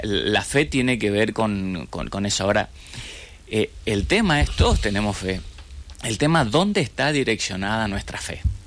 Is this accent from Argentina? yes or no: yes; Chaco, Argentina; moved away; also born or lived in Los Angeles, California; Yo nací, como hablamos antes, en el Chaco, me crié en el Chaco y voy seguido al Chaco.